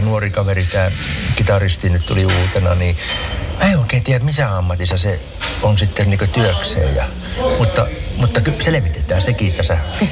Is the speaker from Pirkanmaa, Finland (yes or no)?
yes; Tampere, Pirkanmaa, Finland; Mä oon Tampereelta.